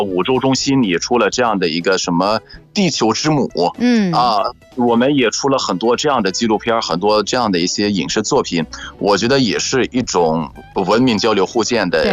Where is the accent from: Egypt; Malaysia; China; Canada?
Egypt; ，拜拜。